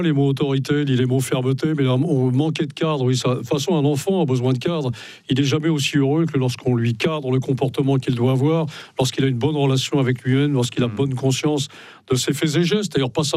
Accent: Brittany, France; c'est pas parce que je suis breton que je ne fais pas partie. Non, nous avons été spécialisés par l'histoire de France, mais bretons malgré nous.

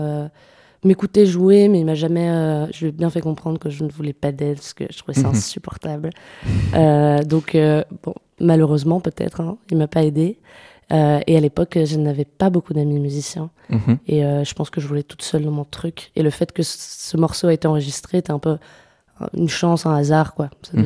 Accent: Brussels, Brussels-Capital Region, Belgium; j'ai 21 ans. Je viens de Bruxelles, je suis née à Bruxelles, j'ai grandi à Bruxelles et je reste à Bruxelles.

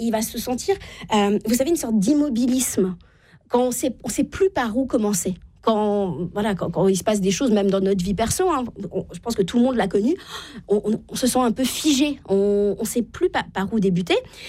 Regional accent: Normandy, France; Moi, je viens de la Normandie, Uber Eats n'est pas arrivé partout en France, on est bien d'accord.

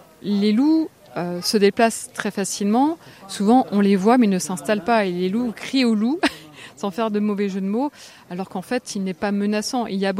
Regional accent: Centre-Val de Loire, France; Voilà, moi, je suis du Loiret

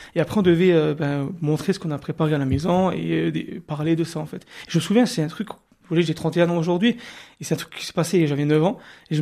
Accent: Sarreguemines, Grand Est, France; Je suis né là-bas, j'ai grandi là-bas. Moi, j'habite à Styrin maintenant, depuis 3 ans, mais je suis originaire de Sarreguemines, je connais toute la région de là-bas.

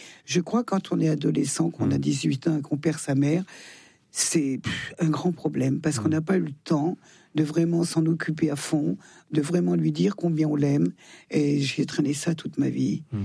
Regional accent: Auvergne-Rhône-Alpes, France; Je suis plus savoyarde que française, d'ailleurs.

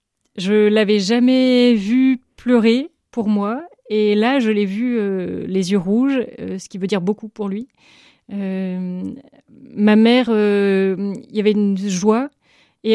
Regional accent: Lannion, Brittany, France; J'ai grandi dans les Côtes d'Armor, donc voisine d'ici, à Lannion. Dans une famille chrétienne pratiquante, famille nombreuse

